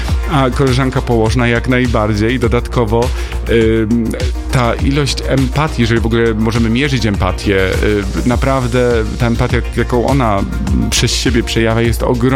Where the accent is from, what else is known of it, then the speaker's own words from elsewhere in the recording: Nowy Sącz, Lesser Poland, Poland; now in Lublin, Poland; urodziłem się w Nowym Sączu i to jest moje rodzinne miasto, do którego zawsze z sentymentem wracam.